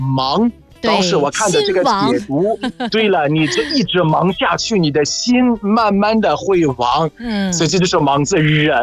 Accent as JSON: {"language": "Chinese", "country": "Egypt", "second_language": "Chinese", "said": "现在呢，我们就是埃及人为什么这么有趣？埃及人为什么这么说话那种有那种特别好听啊？"}